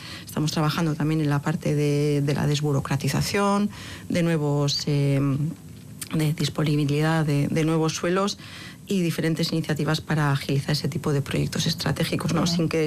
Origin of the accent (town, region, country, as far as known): Basque Country, Spain